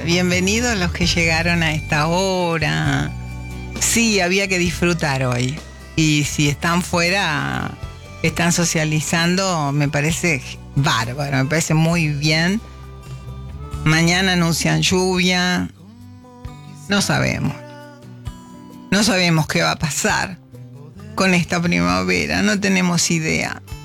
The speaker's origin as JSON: {"language": "Spanish", "town": "Gualeguaychú", "region": "Entre Ríos", "country": "Argentina", "said": "Bueno, sabés que yo soy de Gualeguaychú, he ido cuando era chica muchas veces."}